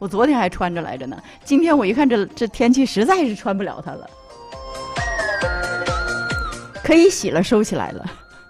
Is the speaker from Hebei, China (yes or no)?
yes; Hebei, China; born there; moved away